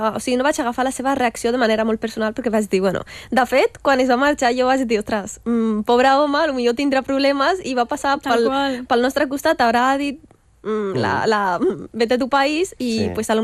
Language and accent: Catalan; Catalonia, Spain; Si et pregunten i tu li dius soc catalana, et diuen ja, i què més? O sigui, catalana i...